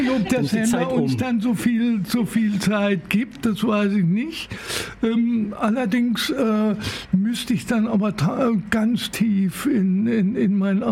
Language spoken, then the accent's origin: German; Baden-Baden, Baden-Württemberg, Germany; Also, bin ein richtiger Schwarzwälder, bin dann aber Kurstädter geworden. Ich bin in Baden-Baden aufgewachsen